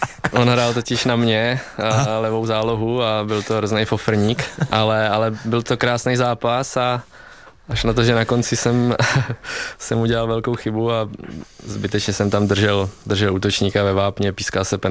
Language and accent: Czech; Vysočina Region, Czechia